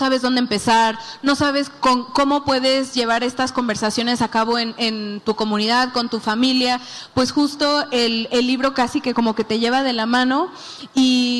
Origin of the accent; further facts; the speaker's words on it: Veracruz, Mexico; moved away as an adult; no solo en la Ciudad de México, yo soy de Veracruz, viví aquí varios años